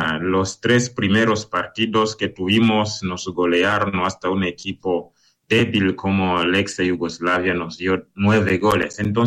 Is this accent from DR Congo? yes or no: yes; DR Congo; moved away; el fútbol en mi país es algo que une